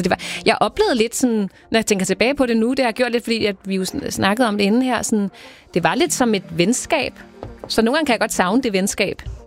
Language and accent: Danish; Skovshoved, Capital Region of Denmark, Denmark; jeg voksede op i Skovs Hoved. Jeg kunne godt lide at gå i Skovs Hoved Kirke.